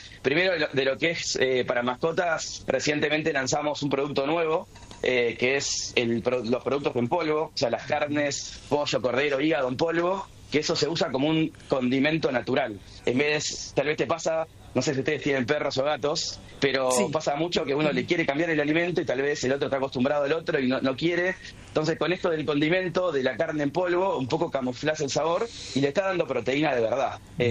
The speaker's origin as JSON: {"language": "Spanish", "town": "Mar del Plata", "region": "Buenos Aires Province", "country": "Argentina", "said": "yo soy de Mar del Plata"}